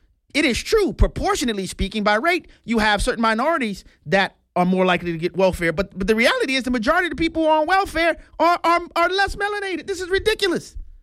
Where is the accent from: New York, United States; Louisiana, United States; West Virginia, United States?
Louisiana, United States; New Orleans; Like I said, I'm from New Orleans. When I was growing up in New Orleans was the murder capital of the world.